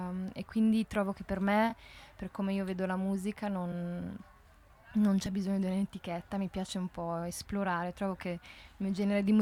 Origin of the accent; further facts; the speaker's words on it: Ticino, Switzerland; also born or lived in Lausanne; now in Zurich, Switzerland; mio padre è cubano, è di Panama e sono nata e cresciuta in Ticino. Ho studiato a Losanna, vivo a Zurigo.